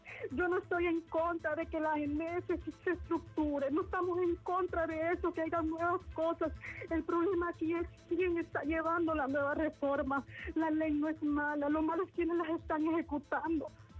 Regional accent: Honduras; nuestro patrimonio como hondureños.

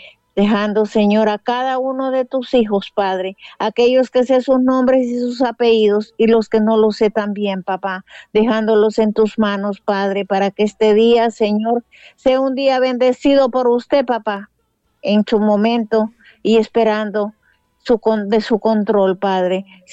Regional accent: Honduras; Guarda mi tierra de Honduras

